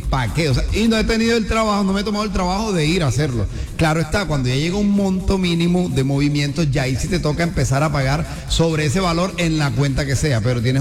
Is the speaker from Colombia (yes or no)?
yes; Colombia